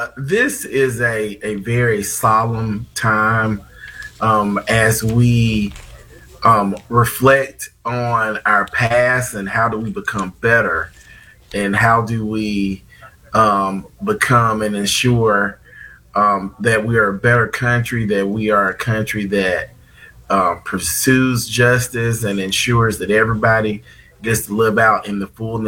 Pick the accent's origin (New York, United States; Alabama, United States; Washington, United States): Alabama, United States; Selma; I grew up in Selma